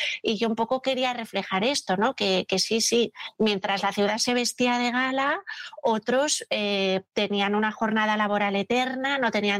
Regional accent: Barcelona, Catalonia, Spain; Yo viví, crecí en Galván, luego me fui a vivir al barrio gótico, el barrio de San Pera, estuve allí viviendo 2 años, viví también en el Paralelo y también en el Eixample

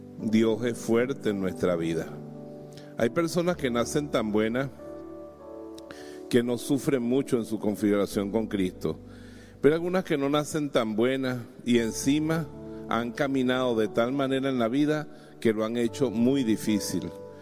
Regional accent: Bejuma, Carabobo, Venezuela; mi pueblo Bejuma era la antesala del cielo

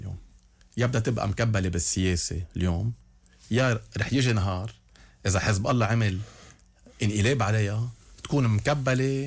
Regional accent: Lebanon; انا كمواطن لبناني

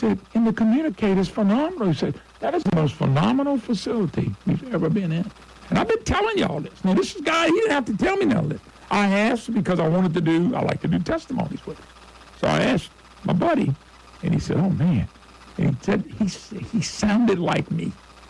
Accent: Baton Rouge, Louisiana, United States; born there; also born or lived in Monroe; Heck, I was born in Lady Lake in Baton Rouge. We lived in Monroe for 35 years.

